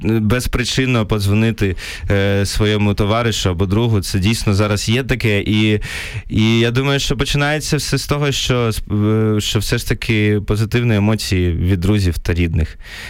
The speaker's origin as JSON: {"language": "Ukrainian", "region": "Kyiv", "country": "Ukraine", "tie": "born or raised there", "said": "Я в Києві народився, у мене багато хто в третьому поколінні з Києва, тому мені складно казати, що щось я закохався, тому що це просто, це завжди те місто, це мій рідний дім."}